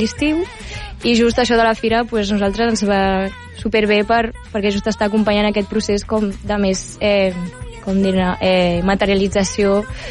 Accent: La Garriga, Catalonia, Spain; soc de la Garriga i allà hi ha molta tradició rumbera, no?

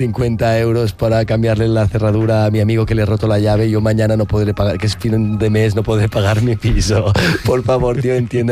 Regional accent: Rupià, Catalonia, Spain; moved away; Costat de Rupià, del meu poble

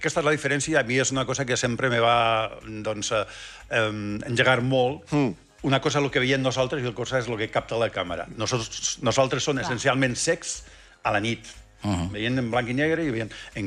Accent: San Sebastián, Basque Country, Spain; jo soc basc.

